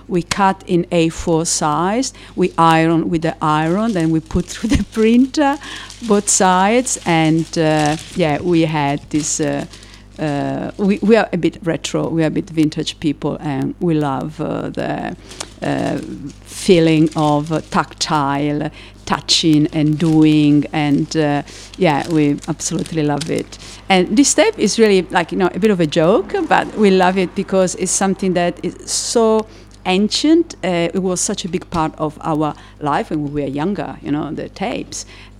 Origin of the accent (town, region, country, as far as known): Cagliari, Sardinia, Italy